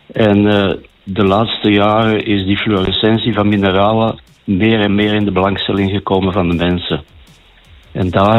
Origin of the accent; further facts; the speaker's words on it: DR Congo; now in Belgium; Ik ben opgegroeid in Congo.